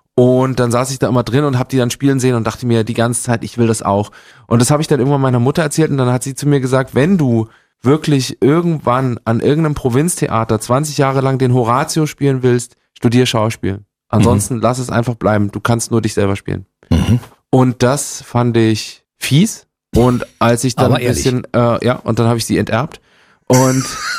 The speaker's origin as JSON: {"language": "German", "town": "Gera", "region": "Thuringia", "country": "Germany"}